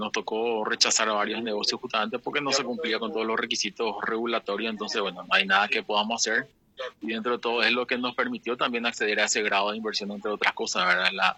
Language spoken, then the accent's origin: Spanish; Paraguay